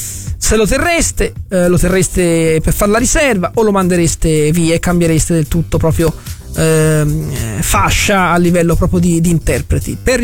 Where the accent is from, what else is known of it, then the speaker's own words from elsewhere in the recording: Florence, Tuscany, Italy; in quanto fiorentini e toscani